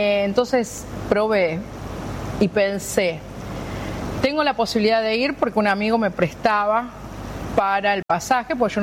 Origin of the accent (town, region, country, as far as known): Rosario, Santa Fe, Argentina; moved away as an adult; now in United States